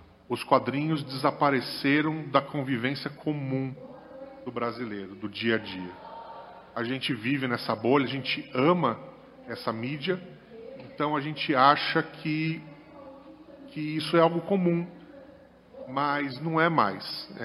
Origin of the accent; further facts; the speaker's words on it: Praia Grande, São Paulo, Brazil; Lá eu sou de Praia Grande